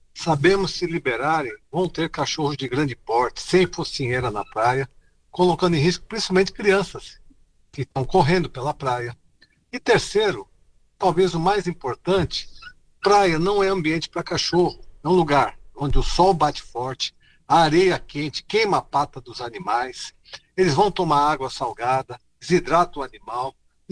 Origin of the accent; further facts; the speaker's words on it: Santos, São Paulo, Brazil; aqui de Santos. Conversando sobre os animais na praia, deixa eu pôr meu ponto de vista. Sou santista, sempre morei aqui, tenho animais